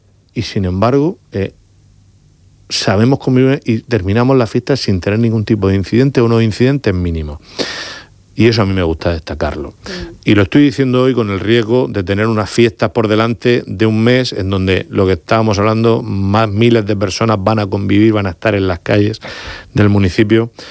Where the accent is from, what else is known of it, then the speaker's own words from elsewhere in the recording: Santomera, Region of Murcia, Spain; Yo soy un enamorado de mi pueblo, soy alcalde, además se me nota.